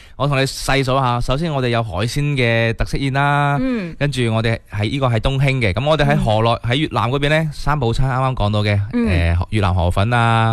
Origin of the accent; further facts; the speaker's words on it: Guangdong, China; 如果好似我哋广东人嚟讲，中意饮热嘢噶嘛，